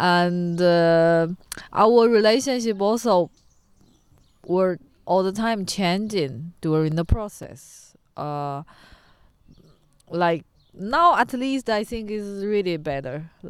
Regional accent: China; because I come from China and I see so empty street.

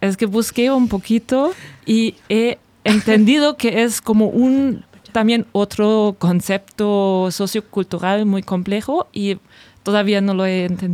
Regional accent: Leipzig, Saxony, Germany; Spanish is a second language; now in Mexico; de Leipzig, pero también soy chilanga de corazón.

